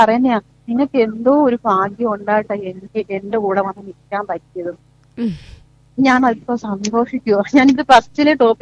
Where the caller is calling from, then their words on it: Kerala, India; ഞാൻ പുതിയകാവ്